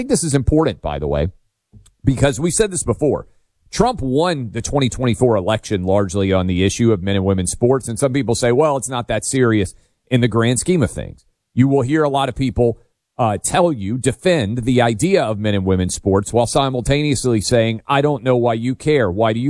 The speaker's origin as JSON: {"language": "English", "town": "Nashville", "region": "Tennessee", "country": "United States", "tie": "born or raised there", "said": "I will bring them to my hometown where I do this show from, Nashville, Tennessee"}